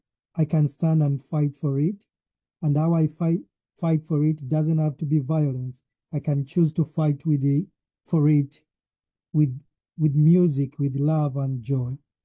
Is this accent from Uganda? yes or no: yes; Uganda; born there; I was born in Uganda. I've lived in most parts of the world due to my journey with education.